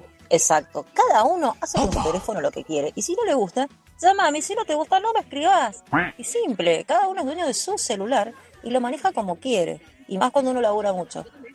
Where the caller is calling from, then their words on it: Maipú, Argentina; de Maipú.